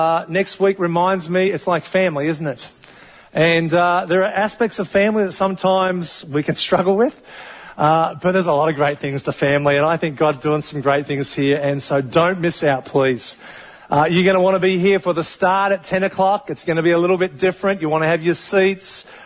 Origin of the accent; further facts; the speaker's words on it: Melbourne, Victoria, Australia; born there; I was born in Carlton in Melbourne.